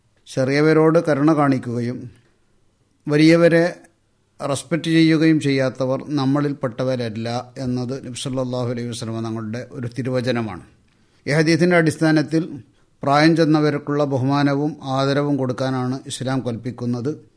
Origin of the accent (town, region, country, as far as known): Lakshadweep, India